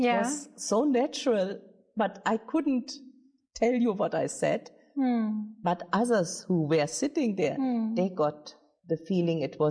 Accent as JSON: {"language": "English", "country": "India", "said": "I was wondering, because I was just coming from India, looking different than others."}